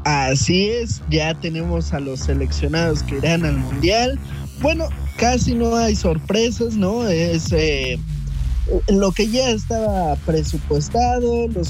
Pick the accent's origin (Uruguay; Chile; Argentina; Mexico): Mexico; Como buenos mexicanos que somos.